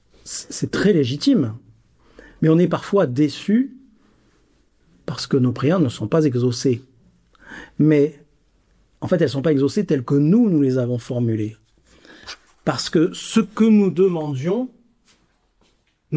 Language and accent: French; Marseille, Provence-Alpes-Côte d'Azur, France; J'avais un professeur qui nous disait, qui était du Sud, j'ai grandi à Marseille